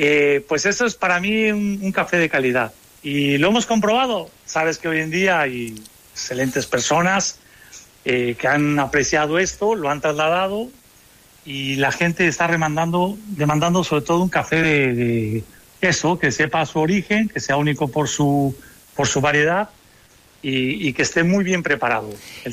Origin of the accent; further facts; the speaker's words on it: Mexico; Pero en México, una vez en mi tierra, me dijo un caficultor de 75 años, cuando yo era un poco más joven